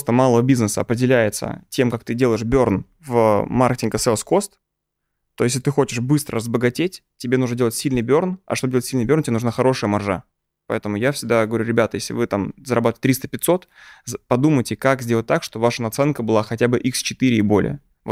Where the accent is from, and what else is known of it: Moscow, Russia; born or raised there